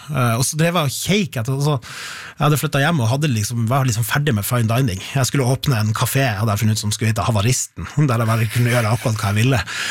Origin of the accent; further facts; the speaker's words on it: Sigerfjord, Nordland, Norway; Og da flytta liksom to av sønnerne til Sigerfjorden der jeg er fra, og tok med seg blant annet det huset jeg bor i, og flytta til Sigerfjorden.